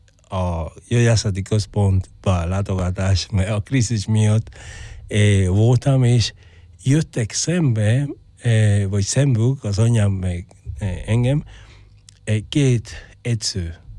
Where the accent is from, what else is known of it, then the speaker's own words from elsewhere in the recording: San Luis, Pinar del Río, Cuba; Hungarian is a second language; San Luisban születtem 12 éves koráig, és utána hogy mondom, elköltöztem Pinar del Rióba, a fő a székhelyi városba.